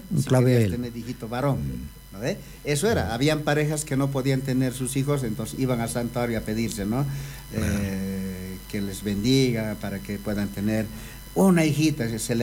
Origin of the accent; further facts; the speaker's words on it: Oruro, Bolivia; somos así los orureños.